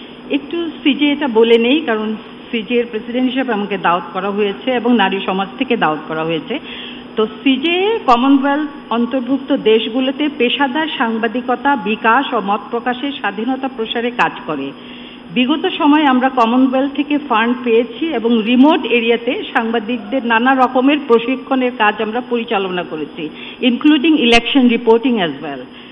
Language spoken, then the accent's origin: Bangla; Sylhet Division, Bangladesh; সিলেট আমার জন্মভূমি, আমার শিকড় এবং আমার গ্রামের নাম ভাদেশ্বর